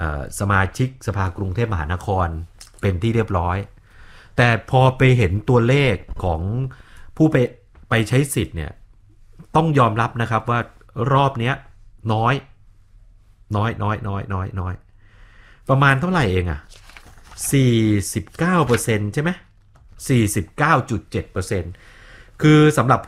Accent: Nonthaburi, Thailand; ผมทะเบียนบ้านผมอยู่นนทบุรีเป็นเด็กต่างจังหวัดอยู่ปริมณฑลนะ

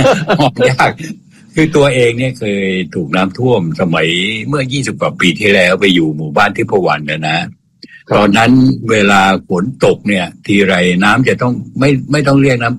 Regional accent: Nakhon Si Thammarat, Thailand; ครับบ้านเกิดนครศรีธรรมราชนะฮะ

